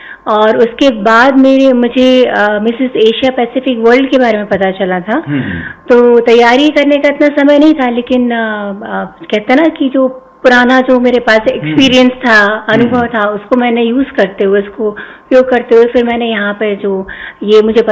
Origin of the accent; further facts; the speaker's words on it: Sagar, Madhya Pradesh, India; मेरा बचपन कह सकते हैं मैं सागर की हूँ और यहीं मेरी स्कूलिंग हुई है, ग्रेजुएशन यहीं करा है।